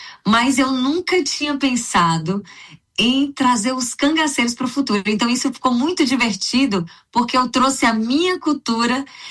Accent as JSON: {"language": "Portuguese", "region": "Bahia", "country": "Brazil", "said": "Eu sou baiana, né? Como você sabe, sou teropolitana e eu faço essa voz mais puxada para o pernambucano."}